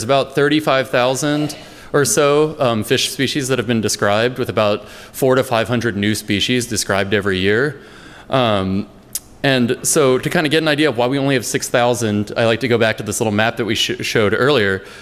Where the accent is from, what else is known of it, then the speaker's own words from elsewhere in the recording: East Coast, United States; I grew up and my dad and aunt and uncle were really into fossil hunting. I grew up on the East Coast.